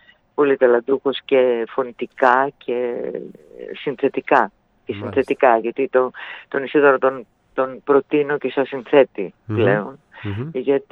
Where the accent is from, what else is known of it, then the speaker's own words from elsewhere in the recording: Epirus, Greece; Μια και εγώ είμαι από την Ήπειρο